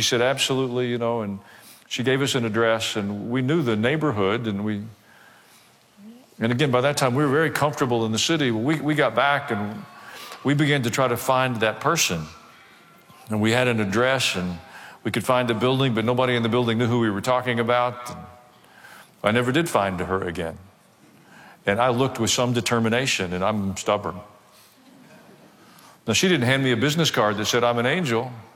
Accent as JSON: {"language": "English", "region": "the South", "country": "United States", "tie": "born or raised there", "said": "I was raised in the South"}